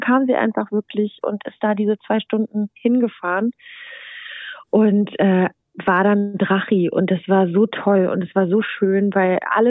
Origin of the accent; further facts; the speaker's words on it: Brandenburg, Germany; Jetzt ist ja auch noch Ferienzeit hier bei uns in Brandenburg, wo ich herkomme.